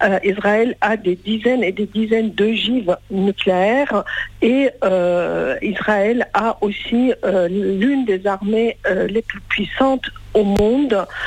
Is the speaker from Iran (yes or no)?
yes; Tehran, Tehran Province, Iran; moved away; also born or lived in Isfahan; j'ai grandi à Téhéran